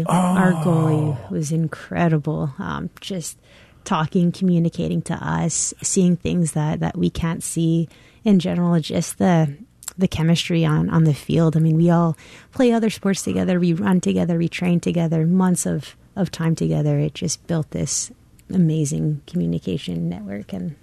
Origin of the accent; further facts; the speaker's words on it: Texas, United States; Oh, I'm a Texan, so 75 and higher.